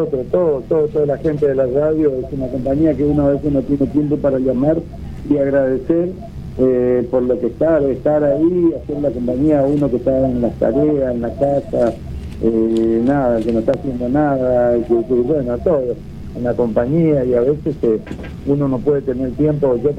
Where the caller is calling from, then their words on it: González Catán, Buenos Aires Province, Argentina; de González Catán.